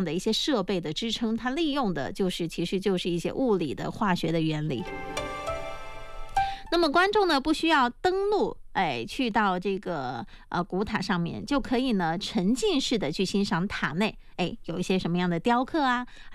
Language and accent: Chinese; Fujian, China; 我们闽南人